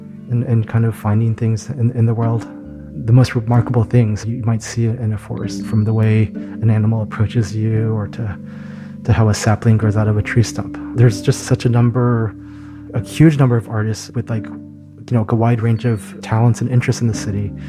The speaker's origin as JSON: {"language": "English", "town": "Houston", "region": "Texas", "country": "United States", "tie": "born or raised there", "also_born_or_lived": "Chicago / Los Angeles", "moved": "as an adult", "said": "I grew up in Houston. I came to Chicago after high school. I went to school at a college in Chicago. Then I moved to Los Angeles for 4 years after college."}